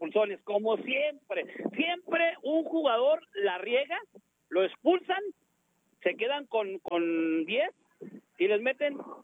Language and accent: Spanish; Mexico